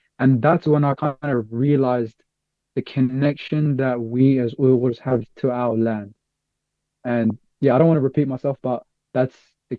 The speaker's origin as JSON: {"language": "English", "country": "Australia", "tie": "born or raised there", "said": "Because everywhere I go, especially growing up in Australia, like everywhere I go"}